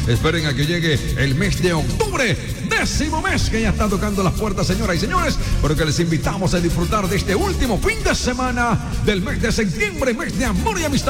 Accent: Cartagena, Bolívar, Colombia; la felicidad de Cartagena, la alegría de la emisora que más se oye en mi tierra linda

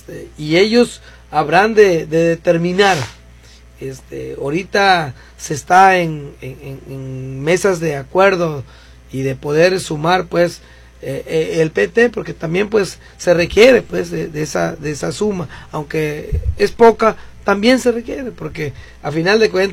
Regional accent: Mexico; como parte, como mexicanos

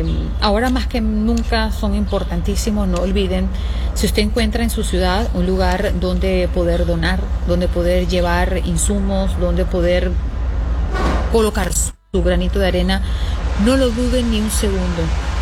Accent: Venezuela

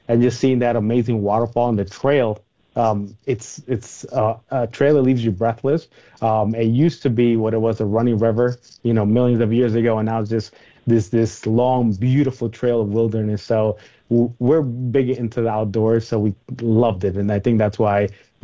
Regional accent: New York City, New York, United States; now in Pennsylvania, United States; And I'm from New York City. I originally grew up in New York City.

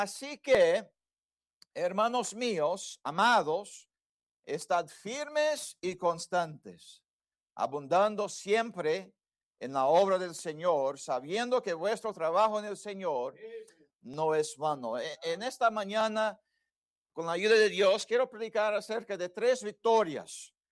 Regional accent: Brazil; moved away; la mayoría sabe que yo fui criado en Brasil.

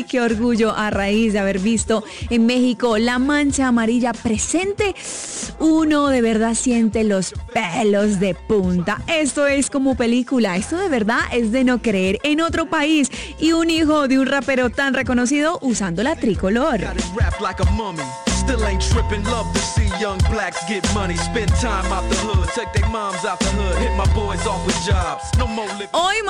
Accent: Colombia; Somos colombianos y la tricolor nos representa.

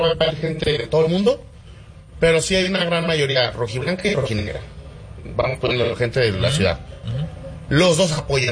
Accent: Mexico; sé que somos mexicanos

